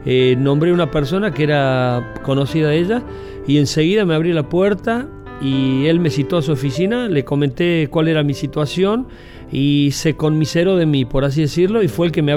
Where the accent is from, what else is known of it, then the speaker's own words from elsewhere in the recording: Córdoba, Argentina; born there; Nací en Córdoba, provincia de Argentina, y en una familia de 6 hermanos